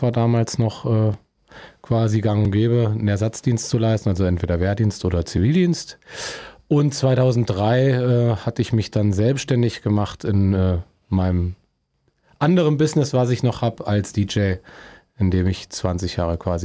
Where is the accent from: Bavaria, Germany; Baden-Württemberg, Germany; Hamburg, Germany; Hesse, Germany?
Hesse, Germany; Eschwege; So, und ich wohne direkt hier in Eschwege, quasi Stadtrand. Und ja, bin auch waschechter Dietemann.